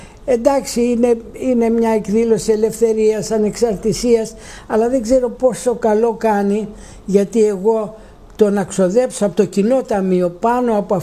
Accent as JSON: {"language": "Greek", "country": "Greece", "said": "εμείς είμαστε Έλληνες"}